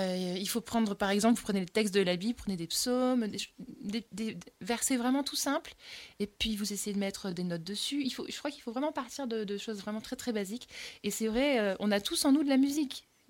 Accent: Southern France, France; je viens du Sud.

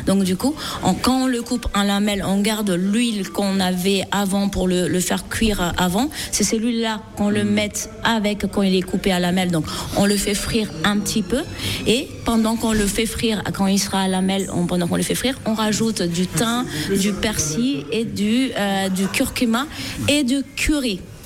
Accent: Madagascar; now in Le Vigan, France; Chez nous, à Madagascar

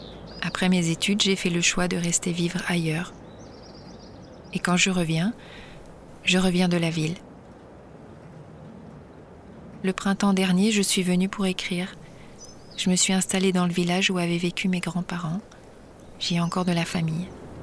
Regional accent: Provence-Alpes-Côte d'Azur, France; moved away as an adult; now in Brussels, Belgium; Je vis à Bruxelles depuis pas mal d'années, mais j'ai grandi dans les Hautes-Alpes. Vivre au-dessus de 1000 mètres d'altitude, c'était vivre sous l'influence des saisons.

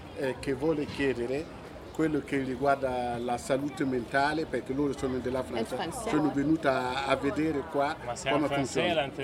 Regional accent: Burkina Faso; Je viens du Burkina Faso.

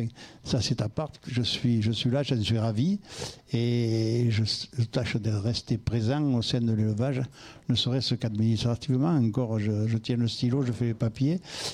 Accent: Vergèze, Occitanie, France; also born or lived in Vauvert / Gallician; Vauvert un peu, c'est mon village. Moi, je suis natif de Vergès. Après, j'ai exercé une activité hors manade à Saint-Laurent-des-Gouzes, mais j'ai toujours vécu au Mas des Iscles, après Galician, là, sur la route qui descend au Sainte-Marie.

